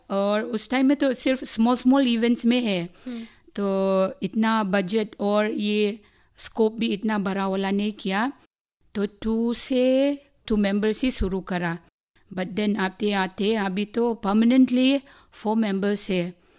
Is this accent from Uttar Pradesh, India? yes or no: no; Assam, India; now in Haflong, India; मैं मुलहे गांव से हूँ और मैं चार भाई बहनों में सबसे बड़ी, मतलब सबसे एल्डेस्ट।